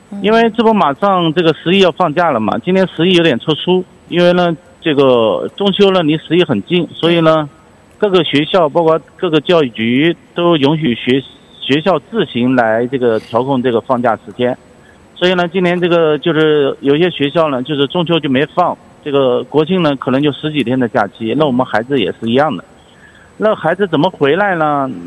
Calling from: Shanghai, China; 我不在那个地方住啊，我是上海的。

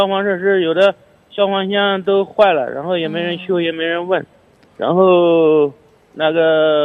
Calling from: Siyang, Jiangsu, China; 江苏泗阳。

